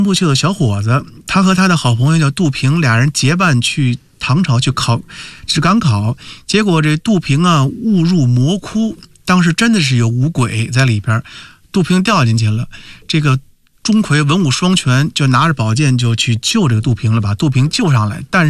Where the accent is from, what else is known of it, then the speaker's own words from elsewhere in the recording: Beijing, China; 我们北京话叫杂巴凑在一块儿